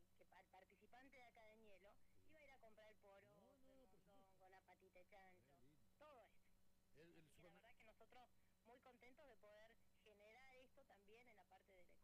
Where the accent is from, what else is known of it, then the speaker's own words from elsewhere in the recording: Añelo, Neuquén, Argentina; Nuestra historia que tenemos en Añelo